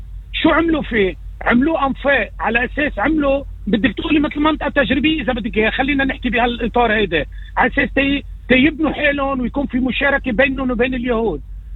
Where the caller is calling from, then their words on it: Lebanon; وهذا نفس الشيء عندنا بلبنان